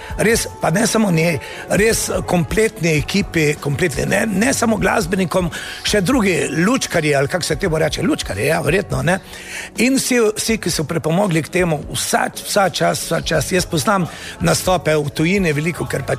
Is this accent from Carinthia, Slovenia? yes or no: yes; Carinthia, Slovenia; jaz sem Korošec